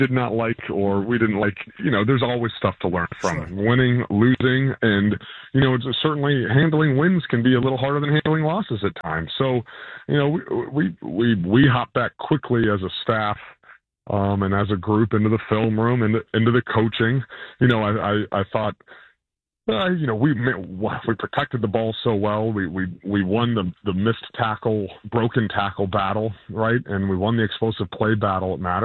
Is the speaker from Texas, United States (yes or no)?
yes; Houston, Texas, United States; also born or lived in Stanford, California; I was a kid from Houston, Texas. I had no idea what Bay Area means. Came out to Stanford in like 2008.